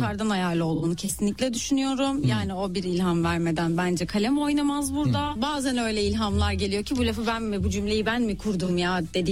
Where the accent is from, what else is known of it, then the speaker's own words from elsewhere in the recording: İzmir, Turkey; Ne bileyim, İzmirliyim işte.